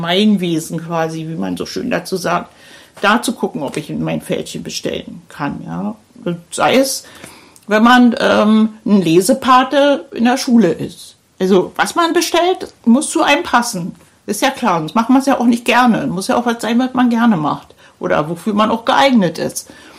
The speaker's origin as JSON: {"language": "German", "region": "Berlin", "country": "Germany", "said": "wo ich mir nicht vorstellen könnte, in Berlin, wo ich herkomme, dass die Leute bereit wären"}